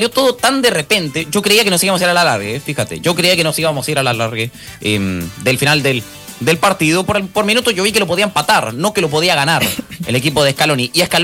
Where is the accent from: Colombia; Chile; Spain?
Chile; yo como chileno